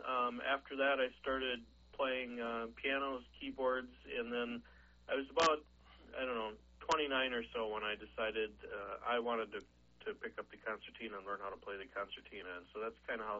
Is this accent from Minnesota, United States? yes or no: yes; Mankato, Minnesota, United States; born and raised in Mankato area, in south central Minnesota, and married, got two wonderful kids